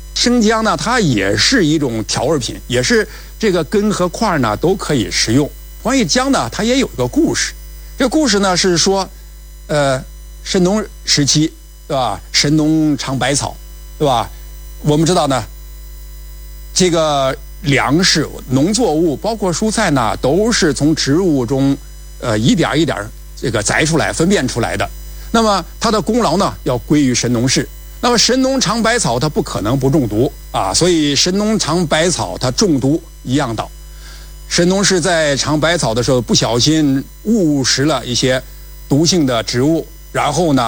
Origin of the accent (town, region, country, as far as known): China